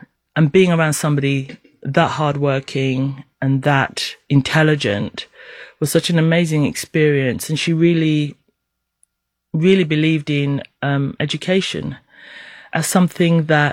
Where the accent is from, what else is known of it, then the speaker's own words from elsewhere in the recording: St. Kitts & Nevis; moved away; also born or lived in Kenya; So my mum was from St. Kitts, which is why I ended up in St. Kitts. My dad's Kenyan. I was born in Kenya. And then when my parents separated, I moved to St. Kitts.